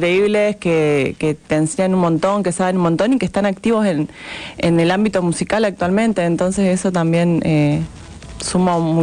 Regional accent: Los Conquistadores, Entre Ríos, Argentina; now in Santa Fe, Argentina; Yo soy de los conquistadores como Alan, tal cual.

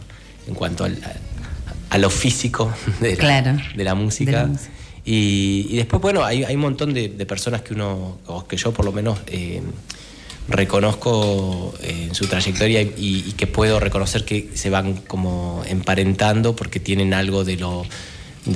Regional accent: Concordia, Entre Ríos, Argentina

